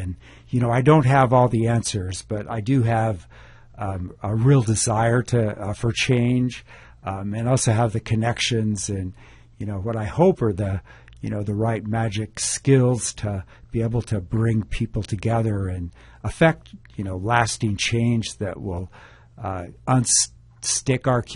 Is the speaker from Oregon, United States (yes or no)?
yes; Roseburg, Oregon, United States; I was born and raised in Roseburg and went through the public schools in Joe Lane and Roseburg High School. And then after college, I returned here